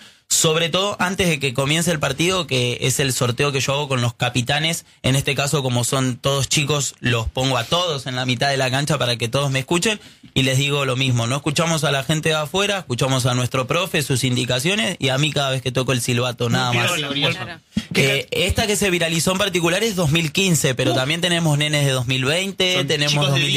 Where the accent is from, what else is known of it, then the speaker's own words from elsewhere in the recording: Gregorio de Laferrere, Buenos Aires Province, Argentina; yo soy de Gregorio de la Ferrere, de zona oeste, partido de La Matanza